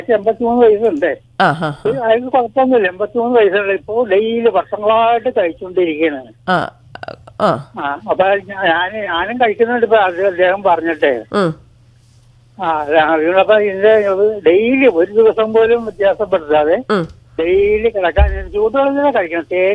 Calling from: Kochi, Kerala, India; ഞാൻ വെണ്ണലയിൽ നിന്നാണ്.

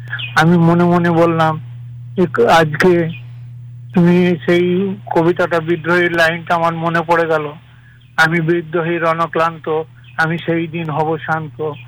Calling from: West Bengal, India; আমি বীরভূম থেকে বলছি।

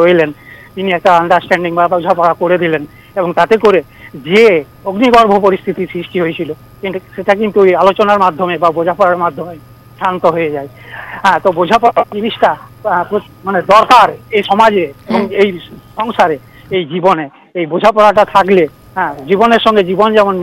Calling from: Birbhum district, West Bengal, India; আমি পশ্চিমবঙ্গের বীরভূম জেলার দুবগাঞ্জপুর থেকে … কথা বলছি।

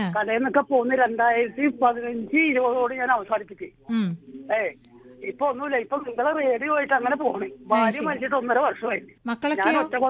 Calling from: Edavanakkad, Kerala, India; ഞങ്ങൾക്ക് ഇവിടെ ഒരു കുടുംബ ക്ഷേത്രമുണ്ട്, എടവനക്കാട് ഭദ്രകാളി ക്ഷേത്രം. ആ ക്ഷേത്രത്തിന്റെ അടുത്താണ് ഞാൻ എന്റെ വീട്.

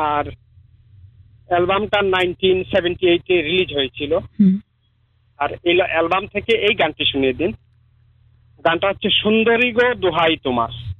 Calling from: Tripura, India

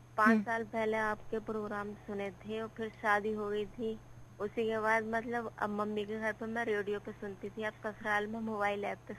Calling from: Rampur district, Uttar Pradesh, India; मैं जिला रामपुर ग्राम काजीपुर से … बात कर रही हूँ आपसे।

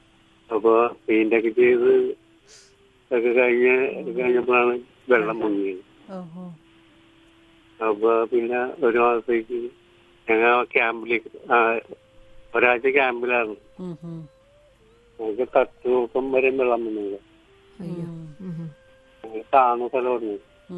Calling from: Neerkode, Kerala, India; Neerkode.

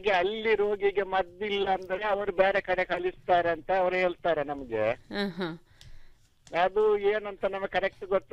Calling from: Karnataka, India; ನಾವು Mangaluru last area, ನಾವು ಅಂದ್ರೆ ಹಳ್ಳಿ ಏರಿಯಾದವರು ಅಷ್ಟೇ, ಮಂಗಳೂರು ನಮ್ಗೆ ತಾಲೂಕು.

